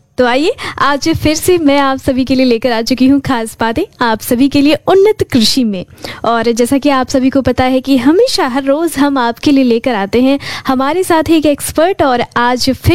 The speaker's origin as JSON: {"language": "Hindi", "region": "Bihar", "country": "India", "said": "हमारा सौभाग्य है कि हम बिहारी हैं और बिहार में बहुत ही अच्छे तरीके से इसकी इसके लिए उपयुक्त जलवायु मिलती है"}